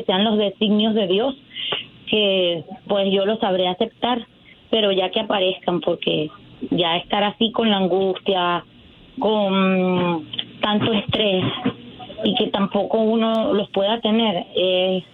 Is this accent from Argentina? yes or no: no; Venezuela; moved away; 11 años que salí de Venezuela, me vine a estudiar acá, estudié inglés